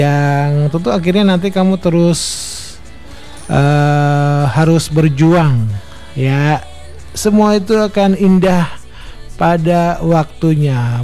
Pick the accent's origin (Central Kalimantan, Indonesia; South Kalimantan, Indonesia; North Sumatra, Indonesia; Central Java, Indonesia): Central Kalimantan, Indonesia; Palangkaraya; Ternyata terpilihnya Pro2 Palangkaraya. Kenapa? Karena aku asli orang Parai.